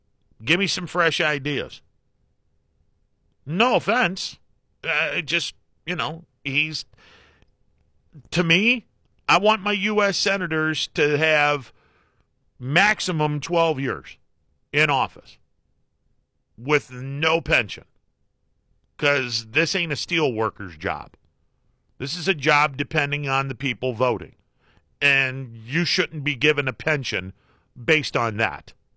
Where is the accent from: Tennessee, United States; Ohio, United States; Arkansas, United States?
Ohio, United States; Youngstown; I grew up in the Youngstown area.